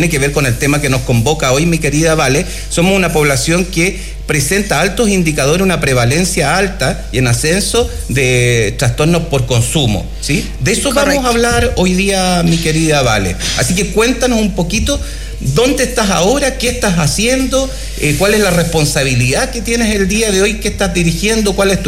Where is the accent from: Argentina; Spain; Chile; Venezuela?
Chile